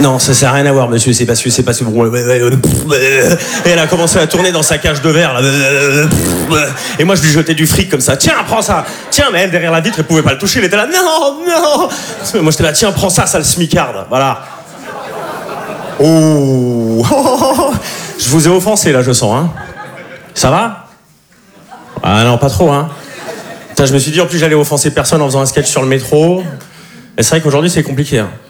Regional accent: Switzerland; now in Paris, France

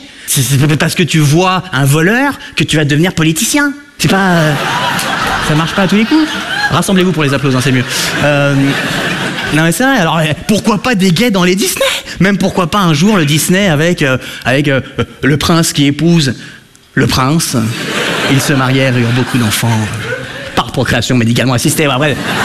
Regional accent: France; c'est qu'en fait je suis français, mais j'ai des origines hollandaises, belges, françaises, mongoles, chinoises, turques et suédoises.

